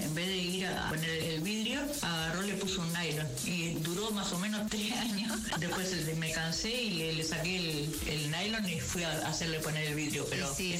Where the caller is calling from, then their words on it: Pablo Nogués, Buenos Aires Province, Argentina; de Pablo Nogués